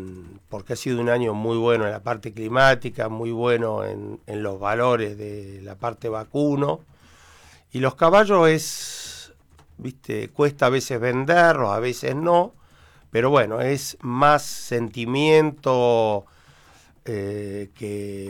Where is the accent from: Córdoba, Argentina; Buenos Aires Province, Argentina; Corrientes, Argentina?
Buenos Aires Province, Argentina; Bahía Blanca; born there; also born or lived in La Plata; Yo nací en Bahía Blanca, estudié en La Plata y bueno, y ejercí mi profesión acá en Bahía Blanca.